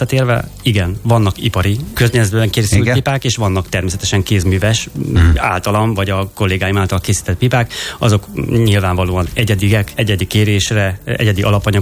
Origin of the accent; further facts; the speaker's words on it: Siófok, Somogy, Hungary; moved away as an adult; also born or lived in United States; now in Budapest, Hungary; Én Siófoki balatoni gyerek vagyok, Siófokon születtem, és ott is tanultam, szakácsként végeztem az ottani kereskedelmi és szakmunkás iskolában.